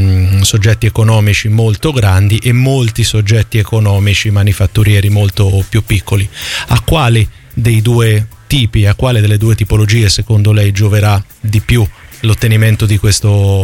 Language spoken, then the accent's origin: Italian; Marche, Italy; lo dico non solo come marchigiano ma anche come studioso di economia